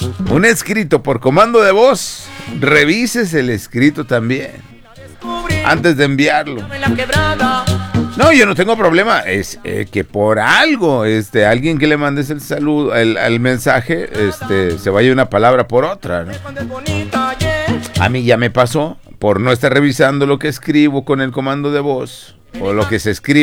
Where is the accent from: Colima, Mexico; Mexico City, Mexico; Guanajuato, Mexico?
Guanajuato, Mexico; Pénjamo; now in Tlajomulco, Mexico; Saludos para ti y para Juanito desde Tlajomulco. … pero soy de Pénjamo, Guanajuato.